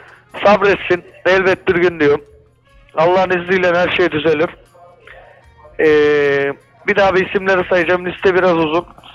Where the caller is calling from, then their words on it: Aydın, Turkey; Ben … Cezaevinden Aydın'dan arıyorum.